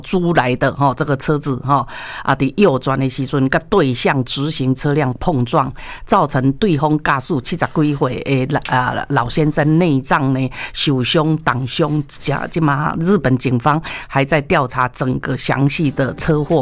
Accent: Taiwan; 那我们台湾人哦

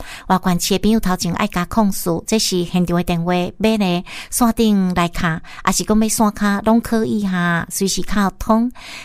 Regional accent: Taiwan; 我们台湾人现在呢很多人都有这个意识

